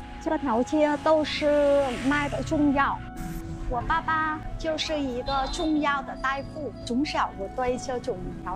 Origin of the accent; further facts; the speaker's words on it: Hanoi, Vietnam; also born or lived in Shanghai; 我也在上海的十年，我老家就在这里。